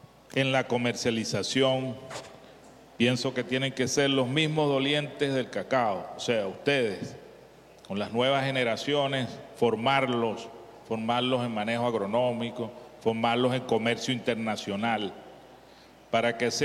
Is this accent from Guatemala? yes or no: no; Venezuela; Se los digo como venezolano, que también somos productores de cacao